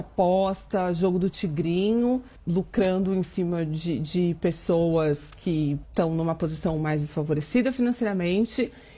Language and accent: Portuguese; Melbourne, Victoria, Australia; tenho 43 anos, sou de Melbourne e trabalho como redatora de conteúdo.